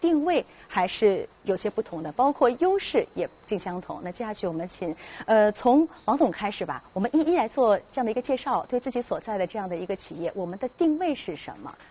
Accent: China; 这也是我们中国人的创新药自己的自豪

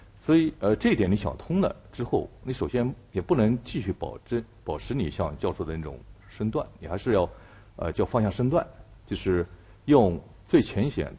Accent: China

